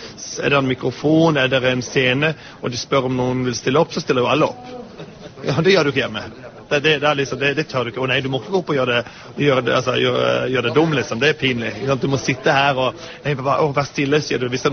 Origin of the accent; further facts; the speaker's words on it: Oslo, Norway; Det mye farligere hjemme I Oslo. Her det trygt overalt.